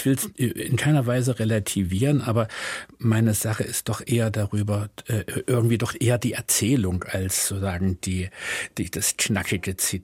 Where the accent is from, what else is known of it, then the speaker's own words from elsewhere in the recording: East Germany, Germany; Ich bin ja im Osten groß geworden